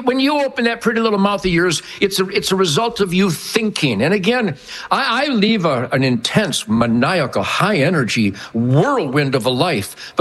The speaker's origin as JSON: {"language": "English", "town": "Detroit", "region": "Michigan", "country": "United States", "tie": "born there", "said": "I was born in Motown."}